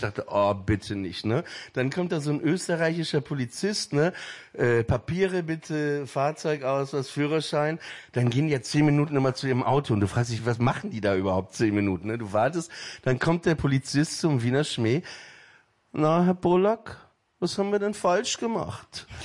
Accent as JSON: {"language": "German", "country": "Germany", "said": "Da habe ich gesagt, okay, I'm half German, I'm half Russian and I'm Jewish."}